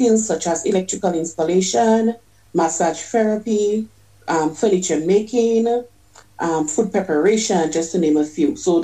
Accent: Dominica; I was raised in Rivière-Syrac in a household where my granny was the head of the household.

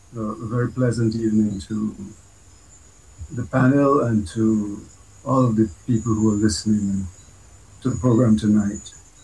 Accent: Grand Bay, Dominica; born there; also born or lived in Kalinago Territory; So I'm not from Granby. I'm from the Kalinago territory. But I did grow up in Granby and spent a significant part of my teenage years in the Granby community.

